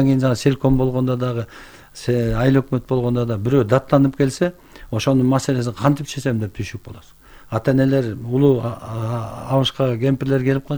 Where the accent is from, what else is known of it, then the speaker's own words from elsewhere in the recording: Bystrovka, Chuy Region, Kyrgyzstan; мен интернатта өстүм да, инилер менен эжекем болуп. Биз 6 эркек бир эжекебиз бар, 7 бир тууганбыз да. Анан атам чабан болгонго байланыштуу бизди интернатка өткөзгөн. Быстровка номер 1 гэс интернаты бар болчу.